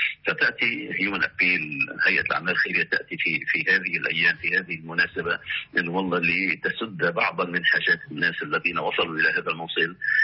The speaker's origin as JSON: {"language": "Arabic", "country": "Lebanon", "said": "عندنا في لبنان"}